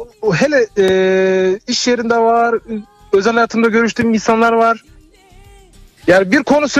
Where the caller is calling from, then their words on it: Gaziantep, Turkey; Gaziantep.